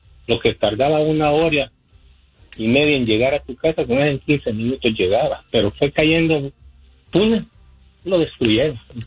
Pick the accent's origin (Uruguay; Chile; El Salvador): El Salvador; Yo como salvadoreño conozco muy bien este tema